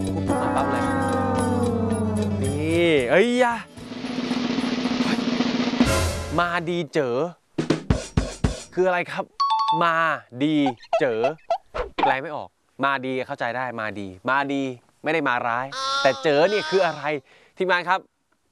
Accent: Isan, Thailand; นี่อีสานแน่นอนบอกเลยนี่ผมพูดแล้วนะครับผมคนอีสานอยู่แล้ว

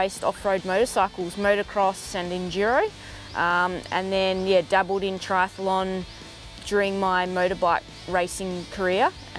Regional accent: Rowlands, Western Australia, Australia; I'm from Rowlands, Western Australia and I'm a professional athlete.

